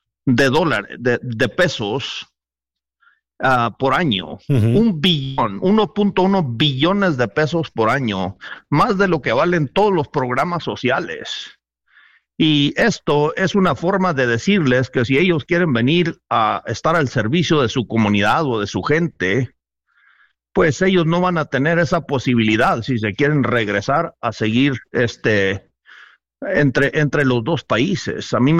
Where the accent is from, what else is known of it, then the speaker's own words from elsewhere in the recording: Mexico; born there; yo nací en México, mis padres nacieron en México, y tengo acceso a la doble nacionalidad por mis abuelos.